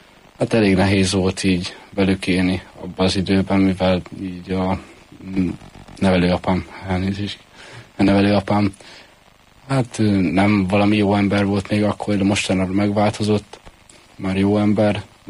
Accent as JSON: {"language": "Hungarian", "region": "Budapest", "country": "Hungary", "tie": "born or raised there", "said": "Hát Budapesten születtem, a 8. kerületben 2006-ban, 4. ó 15-én áprilisban. Hát a családi körülményeim nem voltak a legfényesebbek igazából. Gyereknek még itt éltem"}